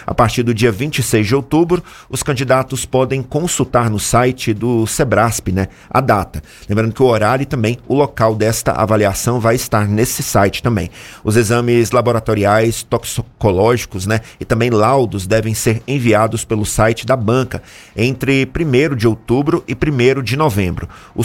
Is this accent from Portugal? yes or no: no; Goiás, Brazil; now in Federal District, Brazil; Porque eu sou do estado de Goiás, né?